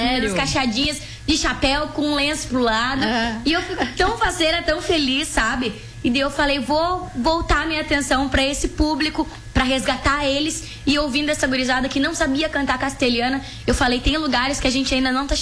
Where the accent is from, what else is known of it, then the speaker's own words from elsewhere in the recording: Rio Grande do Sul, Brazil; mas eu sou gaúcha